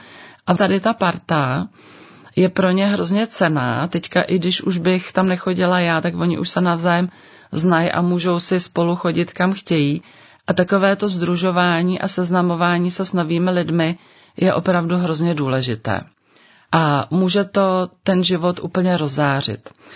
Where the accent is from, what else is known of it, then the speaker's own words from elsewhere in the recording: Plzeň, Plzeň Region, Czechia; já pocházím z Plzně